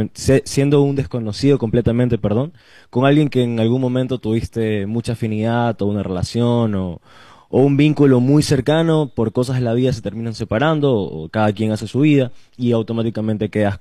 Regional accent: Guayaquil, Guayas, Ecuador; soy artista ecuatoriano, guayaquileño para ser exacto.

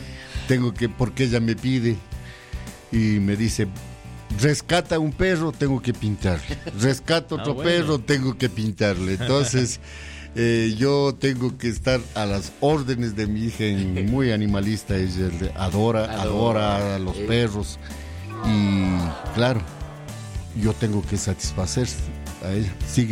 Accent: Otavalo, Imbabura, Ecuador; Otavalo, mi ciudad natal, mi terruño

